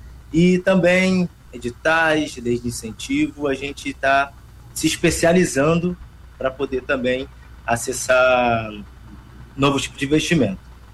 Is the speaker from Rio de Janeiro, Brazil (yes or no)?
yes; Rio de Janeiro, Brazil; Eu tenho 35 anos, sou carioca, cria do Morro Santo Amaro.